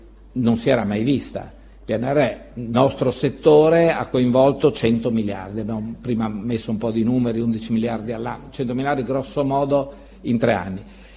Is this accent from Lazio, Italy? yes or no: no; Friuli-Venezia Giulia, Italy; io sono del Friuli, quindi ho vissuto da giovane, ma insomma sono un po' figlio di quello che è stato il terremoto